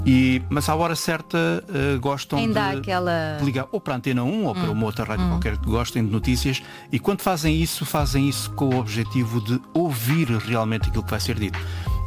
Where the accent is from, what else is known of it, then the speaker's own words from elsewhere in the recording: Pinhal Novo, Setúbal, Portugal; Do Pinhal Novo. E era uma rádio local, evidentemente.